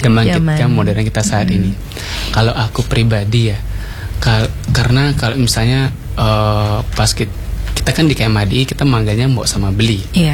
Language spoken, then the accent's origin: Indonesian; Bali, Indonesia; aku tahu ketahui dulu, aku orang Bali loh, aku orang Hindu, yang aku pelajari ini